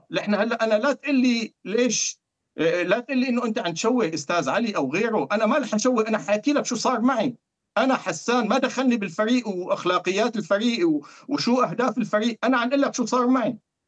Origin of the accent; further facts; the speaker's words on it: Syria; أنا هيك عن أفترض كسوري